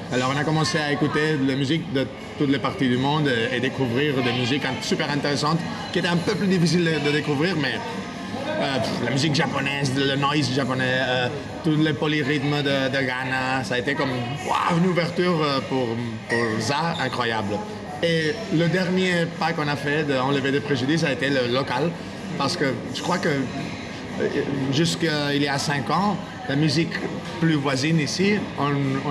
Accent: Calonge, Catalonia, Spain; moi je suis de Calonja, un autre village qui est au nord de Barcelone, 100 km au nord.

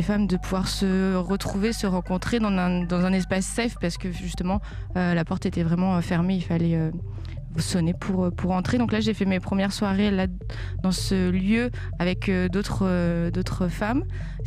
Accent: Normandy, France; moved away; je suis de Normandie

